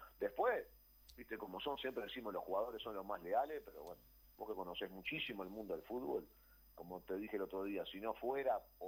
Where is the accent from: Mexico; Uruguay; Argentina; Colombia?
Uruguay; nosotros como uruguayos